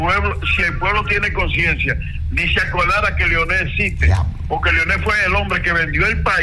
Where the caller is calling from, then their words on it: Dominican Republic; nosotros como dominicanos